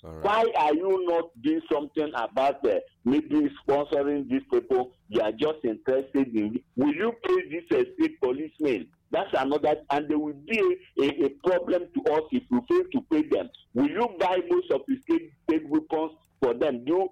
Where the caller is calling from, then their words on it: Agbani, Enugu State, Nigeria; I'm calling from Agbapani, Kenugu.